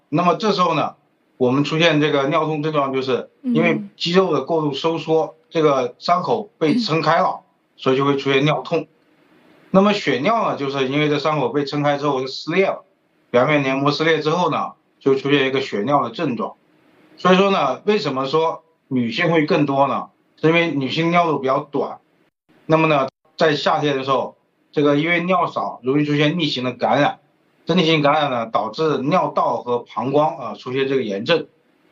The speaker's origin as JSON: {"language": "Chinese", "region": "South China", "country": "China", "said": "我们作为一个南方人，这个上火是最典型的一个大家说的一个问题。"}